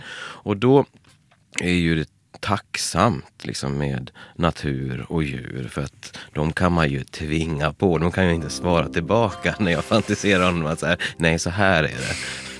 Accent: Leksand, Dalarna County, Sweden; när jag växte upp i Leksand

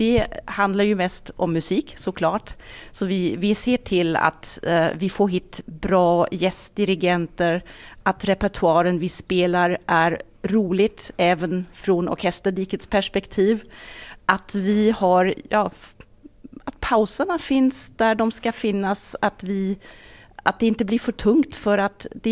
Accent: Germany; Swedish is a second language; now in Sweden; Jag är från Tyskland så det kan hända att jag använder ord som kanske inte passar 100%.

